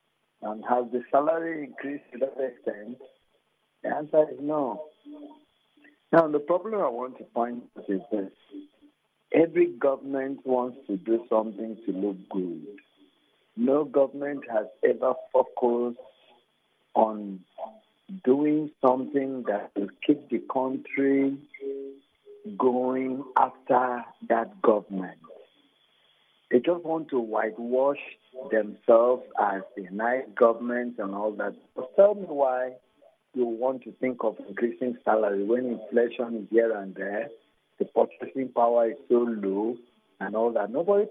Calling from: Nigeria; I'm calling from Rukoko.

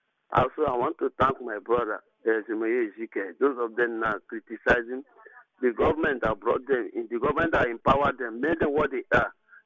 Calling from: Nigeria; I'm calling you from Ikure local government.

